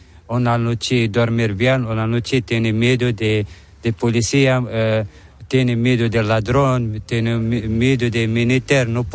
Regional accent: Morocco; Spanish is a second language; now in Spain; Vienes aquí, y lo sabe, reines de España, esta buena gente.

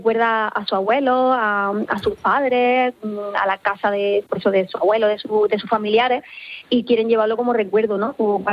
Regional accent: Almería, Andalusia, Spain

